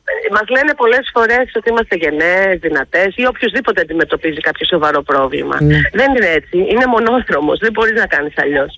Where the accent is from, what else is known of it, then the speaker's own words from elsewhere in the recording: Piraeus, Attica, Greece; now in Athens, Greece; Ναι, ωραία, και εγώ είμαι Πειραιώτισσα, να ξέρεις. Αλλά είμαι εδώ πάνω τώρα, στην Αθήνα.